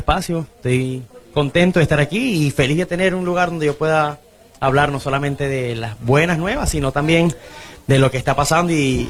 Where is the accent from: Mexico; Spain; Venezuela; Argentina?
Venezuela; Vargas; moved away; Yo estuve, bueno, cuando era niño pasó lo del desastre de Vargas, que hubo un deslave y pues estuve por ahí. Yo tengo muchos años ya fuera de Venezuela